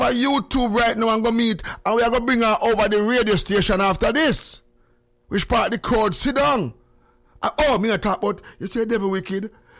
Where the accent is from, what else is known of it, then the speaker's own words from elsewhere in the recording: Jamaica; Oh my God, the devil gave me a Mexican and I'm from Jamaica.